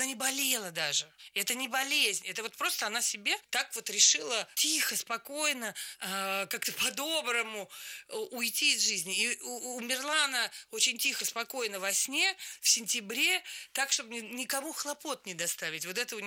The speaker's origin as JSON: {"language": "Russian", "town": "Voronezh", "region": "Voronezh Oblast", "country": "Russia", "lives_now": "Moscow, Russia", "said": "Я приехала из Воронежа в Москву и ночевала у них в квартире."}